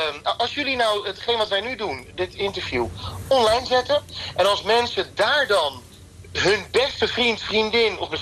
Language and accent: Dutch; Utrecht, Netherlands; now in Nieuwegein, Netherlands; ik ben een bovensloter, zoals dat zo mooi heet, want ik kom uit Utrecht.